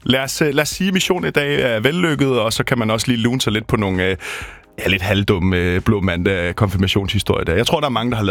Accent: Næstved, Zealand, Denmark; moved away; Næstved, hvor jeg er fra oprindeligt.

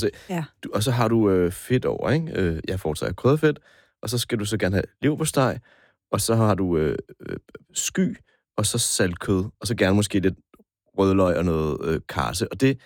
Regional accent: Copenhagen, Capital Region of Denmark, Denmark; Og så er jeg jo selv, jeg bor på Nørrebro. Den er jo opfundet i mit kvarter. Lige to gader fra, hvor jeg er fra.

